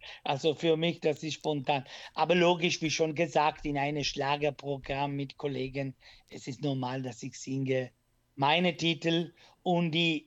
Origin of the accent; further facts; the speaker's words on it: Italy; German is a second language; also als Italiener, ich bin mit italienischer Musik verwechselt.